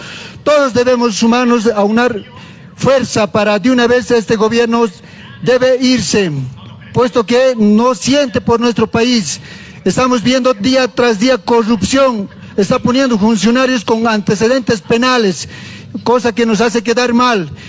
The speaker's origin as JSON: {"language": "Spanish", "country": "Bolivia", "said": "nosotros como bolivianos, como pueblos indígenas originales campesinas"}